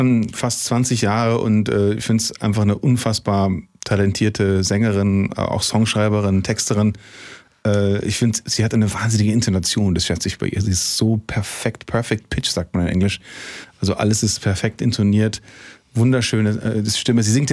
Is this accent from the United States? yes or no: no; Bavaria, Germany; moved away; ich bin auch Exilfranke